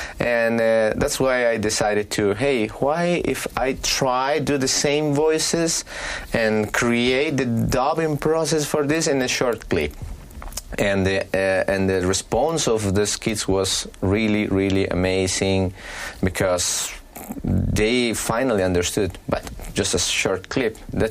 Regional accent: Cusco, Peru; English is a second language; I was born in the Cusco City, but I passed my first years with my mother in the countryside. She was a teacher. She is retired, and so that's where I learned the Quechua

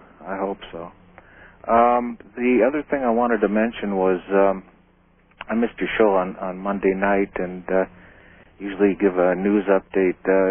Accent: Minnesota, United States; moved away as an adult; now in Sonoran Desert, United States; I grew up in Minnesota where we get the Arctic winds coming down, but now I've spent the past 25 years in the other half of my life living in the Sonoran Desert.

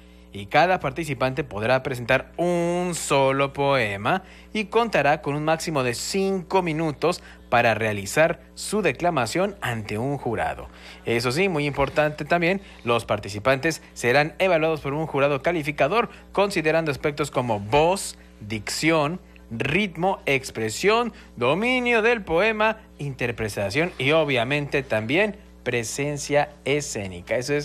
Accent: Mexico City, Mexico; now in Campeche, Mexico; soy de chilango a mucha honra, pero mijo, tengo más de 20 y tantos años viviendo aquí.

